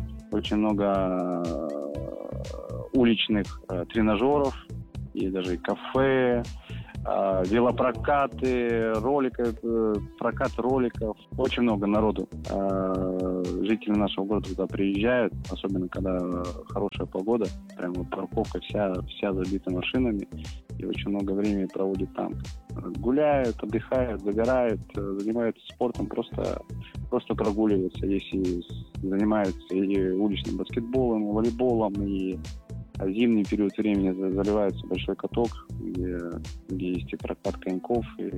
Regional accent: Krasnoyarsk Krai, Russia; also born or lived in Moscow

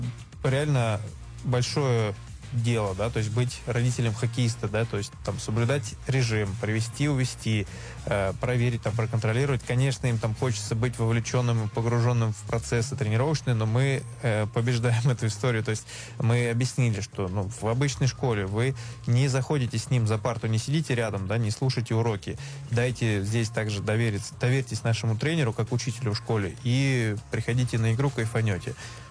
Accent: Ural, Russia; я тоже с Урала

